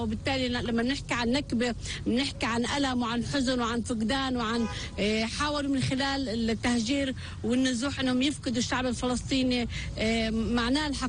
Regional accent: Palestine; وإحنا اليوم نشعر إنه إحنا كشعب فلسطيني إذا لم نقوم يعني جميعا نساند بعضنا

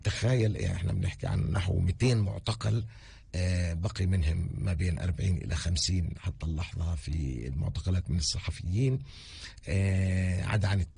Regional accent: Palestine

